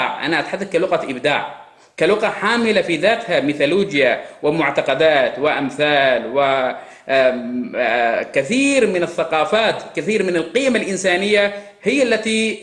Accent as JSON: {"language": "Arabic", "region": "Dhofar", "country": "Oman", "first_language": "Shehri (Jibbali)", "second_language": "Arabic", "said": "أنا كمتحدث لهذه اللغة، اللغة الشحرية، أنا تعلمت اللغة العربية في المدرسة لما كان عمري 6 سنوات، وأمي ووالدي لا يتحدثون العربية،"}